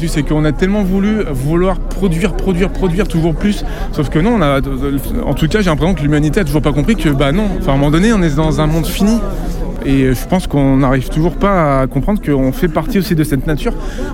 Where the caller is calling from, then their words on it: Coulounieix-Chamiers, Nouvelle-Aquitaine, France; J'habite à Coulonnes-Chamier